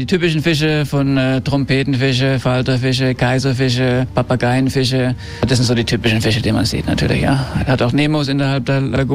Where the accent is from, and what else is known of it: Ibiza, Balearic Islands, Spain; born or raised there